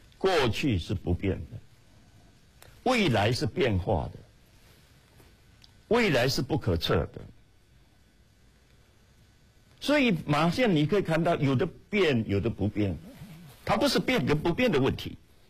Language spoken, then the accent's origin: Chinese; China